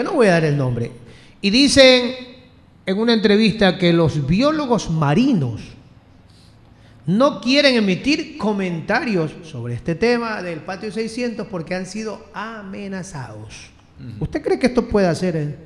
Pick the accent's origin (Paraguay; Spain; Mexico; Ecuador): Ecuador; Manta, Manabí; los mantenses